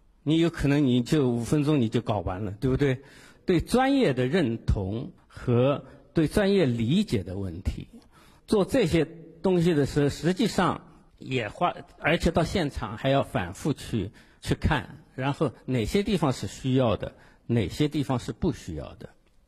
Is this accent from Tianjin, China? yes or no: no; Shanghai, China; 在里边我们上海人叫很服帖